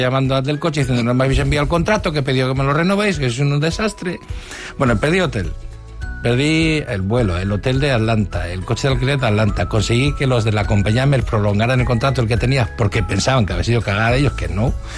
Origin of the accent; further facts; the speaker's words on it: Spain; No, no, somos españoles.